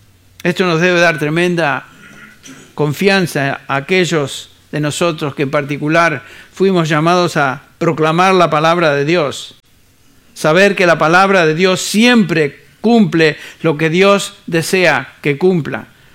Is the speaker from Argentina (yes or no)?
yes; Argentina; moved away; also born or lived in Chile; allá en mi país de donde vine. Nací en otro país, pero me crié en Argentina. Nací en Chile